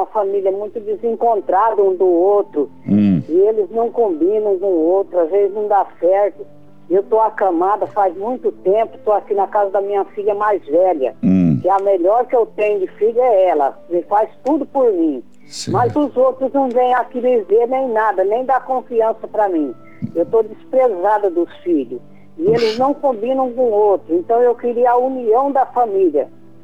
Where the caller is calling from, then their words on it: Juara, Mato Grosso, Brazil; Eu falo de Juara, Mato Grosso.